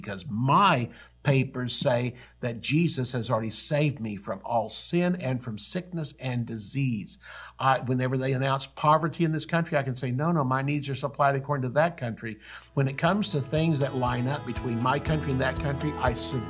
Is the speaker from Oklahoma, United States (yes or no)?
yes; Oklahoma, United States; My home country is no longer the United States and no longer the state of Oklahoma.